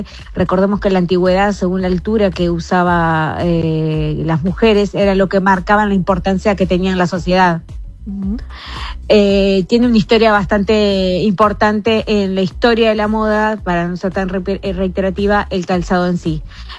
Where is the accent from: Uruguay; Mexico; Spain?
Uruguay; Cardona, Soriano; moved away as an adult; also born or lived in Nueva Helvecia; now in Playa Fomento, Uruguay; Soy de la Rañaga, que es un paraje rural, que está muy cerquita a Cardona, y bueno, yo fui a la escuela pública en Cardona, al liceo público de Cardona, así que bueno, de ahí es donde vengo.